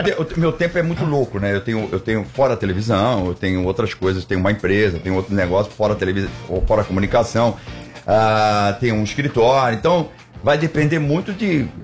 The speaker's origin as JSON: {"language": "Portuguese", "region": "São Paulo", "country": "Brazil", "tie": "born there", "said": "Eu nasci na Parada Inglesa, Zona Norte de São Paulo. É uma família simples, humilde, batalhadora, tranquila, imigrante português."}